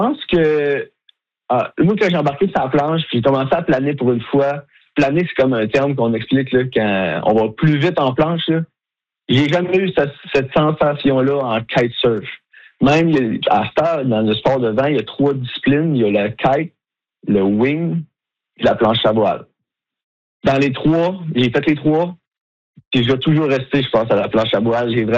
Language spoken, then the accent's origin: French; Quebec, Canada; comme je viens du Québec et tout, puis comme on me connaît pas tant en fait.